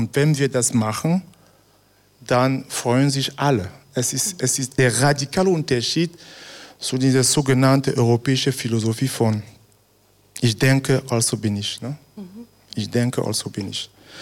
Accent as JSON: {"language": "German", "country": "Cameroon", "tie": "born or raised there", "moved": "yes", "said": "ich bin in Kamerun aufgewachsen"}